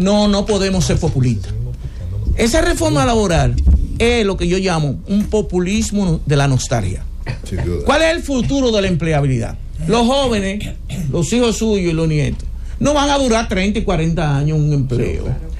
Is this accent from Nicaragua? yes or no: no; Dominican Republic; los dominicanos somos reactivos.